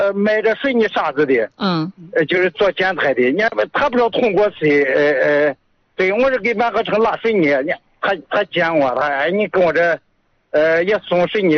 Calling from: Yuncheng, Shanxi, China; 我是咱烟湖区的。

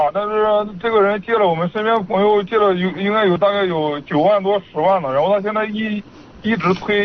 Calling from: Yuncheng, Shanxi, China; 运城万荣的。

